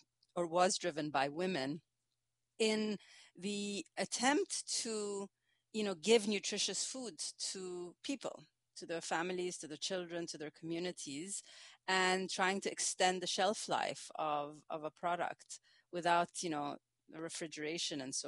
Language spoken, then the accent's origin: English; Egypt; now in United States; But my curiosity actually came from the fact that growing up, I come from Egypt. I knew that there were, a lot of different fermented products that exist in our culture. And I moved to the United States